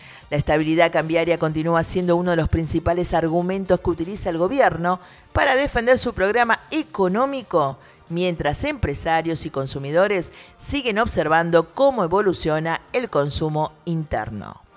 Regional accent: Argentina; nosotros somos de Buenos Aires

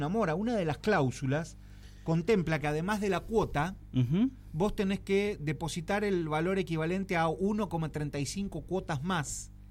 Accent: Tierra del Fuego, Argentina; todos los fueguinos

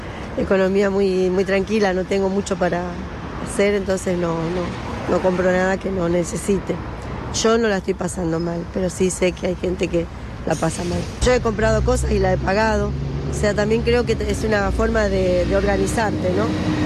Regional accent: Parque Patricios, Buenos Aires, Argentina; soy de Parque Patricios y vivo en una casa alquilada.

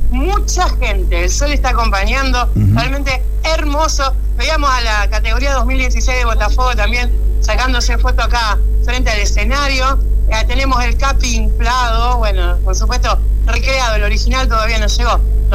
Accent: Litoral, Argentina; Somos argentinos. Somos del litoral, tenemos el río Paraná acá nomás cerquita.

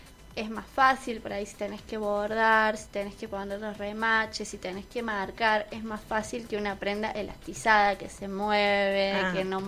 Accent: San Luis, Argentina; De un pueblo de San Luis, porque yo soy de San Luis.

